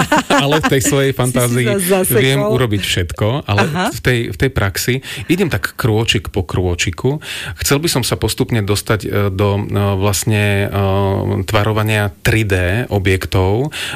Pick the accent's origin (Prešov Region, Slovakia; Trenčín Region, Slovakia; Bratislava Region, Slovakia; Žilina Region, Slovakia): Žilina Region, Slovakia; Žilina; Pochádzam zo Žiliny